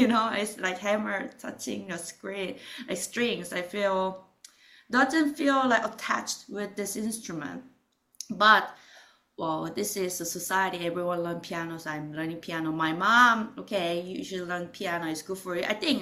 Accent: Seoul, South Korea; moved away as an adult; now in New York, United States; So I born in Seoul in Korea, and what I'm thinking about Korea, I was in Korea until my undergraduate.

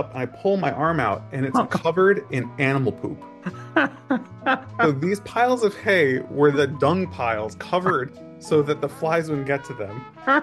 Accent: Buffalo, New York, United States; So my dad, we grew up in Buffalo.

